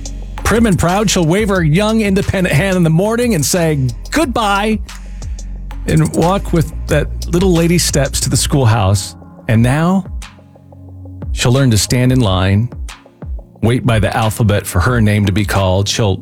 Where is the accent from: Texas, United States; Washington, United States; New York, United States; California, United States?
Washington, United States; Seattle; moved away; I grew up in Seattle